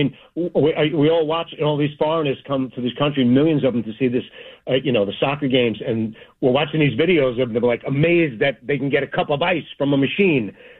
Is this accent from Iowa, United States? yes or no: no; New York City, New York, United States; I am going to miss my hometown of Staten Island because I'm there every year in the parade, small town USA.